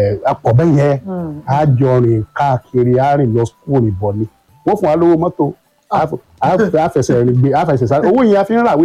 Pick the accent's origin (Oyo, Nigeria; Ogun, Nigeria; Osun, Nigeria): Oyo, Nigeria; Ibadan; Ọlọ́run kà mí yẹ pé abínibí sí ìlú Ìbàdàn ní ìpínlẹ̀ Ọ̀yọ́ lórílẹ̀-èdè Nàìjíríà ní Áfíríkà, ọmọ Áfíríkà ni mí, ọmọ ìlú Nàìjíríà nínú Áfíríkà ni mí